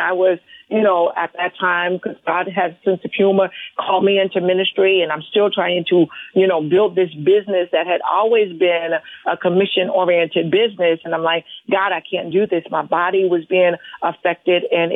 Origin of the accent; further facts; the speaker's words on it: Jersey City, New Jersey, United States; Jersey City is where I grew up in New Jersey.